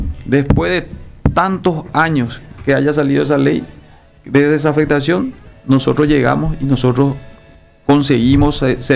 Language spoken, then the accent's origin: Spanish; Asunción, Paraguay; yo soy asunceno, pero me vivo, nací, crecí y estoy hasta hoy en Ceballos Juez.